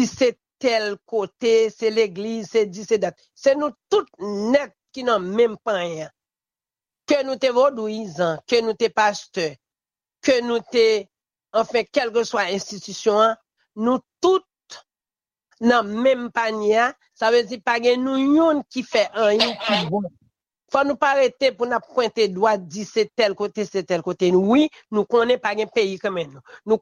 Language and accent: French; Haiti; Et moi-même, en tant qu'Haïtien